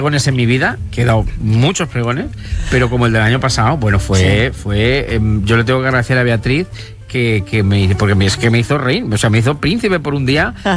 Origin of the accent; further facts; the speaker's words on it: Fernán Caballero, Castilla-La Mancha, Spain; mi pueblo es Fernán Caballero porque mis padres, con el 70, yo nací en el 76, pues en el 75 se fueron a Fernán Caballero, que está a 15 kilómetros de Ciudad Real, y compraron una casita.